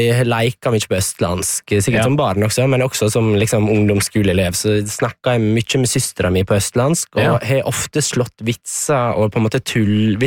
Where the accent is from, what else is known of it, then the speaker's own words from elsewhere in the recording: Gothenburg, Västra Götaland County, Sweden; accent: Stockholm; Och jag kommer från Göteborg.